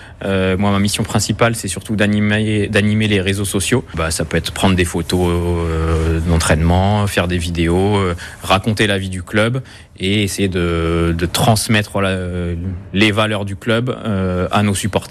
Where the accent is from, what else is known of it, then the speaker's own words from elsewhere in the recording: Joigny, Bourgogne-Franche-Comté, France; born there; also born or lived in Paris; Mes parents sont de la région à côté de Sens. Moi, je suis né à Joigny et je suis fan de la GIA depuis que je suis tout petit.